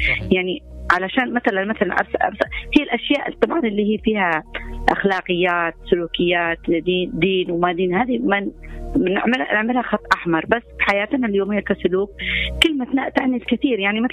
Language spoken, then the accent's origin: Arabic; Yemen; مثلا إحنا كمجتمع يمني ما تلاحظش أنه في أطفالنا وبناتنا تعودوا ما يقدروا يقولوا كلمة لا.